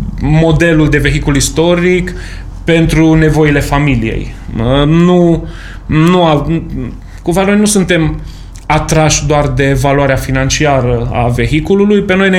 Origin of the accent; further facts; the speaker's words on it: Romania